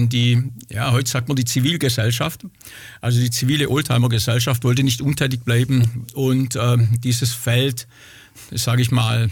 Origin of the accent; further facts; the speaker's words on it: Schlierbach, Germany; ich komme aus Schlierbach